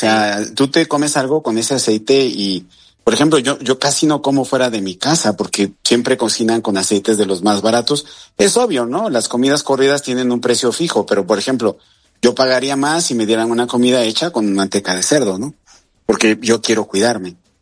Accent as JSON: {"language": "Spanish", "town": "Alvarado", "region": "Veracruz", "country": "Mexico", "said": "yo vengo de Alvarado, Veracruz, de ahí viene toda mi familia, mis padres, mis tíos, mis abuelos."}